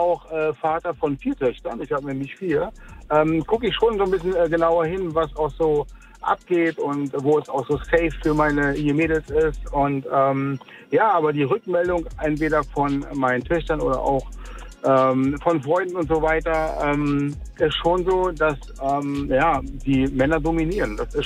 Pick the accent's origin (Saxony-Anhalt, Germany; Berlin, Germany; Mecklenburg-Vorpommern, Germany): Berlin, Germany; now in Ganderkesee, Germany; Also ich arbeite in Bremen und wir wohnen in der Nähe von Bremen, in Gannakesee. Und ich komme ursprünglich mal aus Berlin.